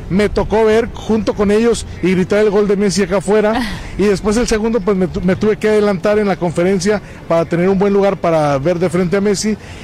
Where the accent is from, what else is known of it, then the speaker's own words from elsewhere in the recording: Mexico; Somos de México.